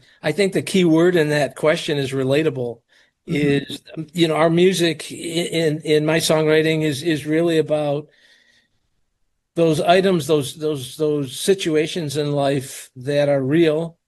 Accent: Detroit, Michigan, United States; moved away; I was born and raised in Detroit, and I've been all over the country, for several years. But I settled back in the Detroit area

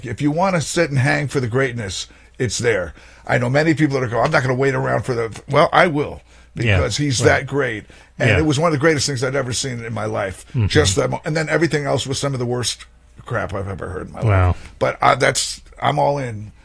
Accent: New York City, New York, United States; I'm from the Bronx, and I grew up around, you know, Italian-Americans and … that was the music I grew up with.

